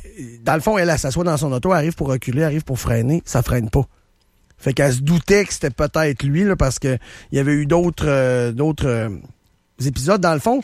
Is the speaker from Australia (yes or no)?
no; Montmagny, Quebec, Canada; moi j'ai grandi à Montmagny